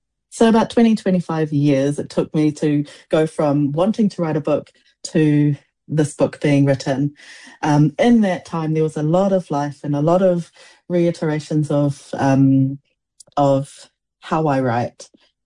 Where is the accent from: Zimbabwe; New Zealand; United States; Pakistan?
New Zealand; first language Samoan; English is a second language; I moved to Aotearoa as a 4-year-old, not knowing a word of English. And Samoan is my first language. And so I have lived this life between two languages.